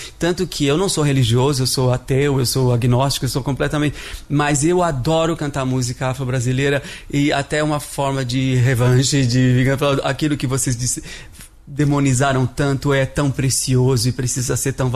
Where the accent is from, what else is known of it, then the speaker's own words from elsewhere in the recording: Santo André, São Paulo, Brazil; born there; Eu nasci em Santo André.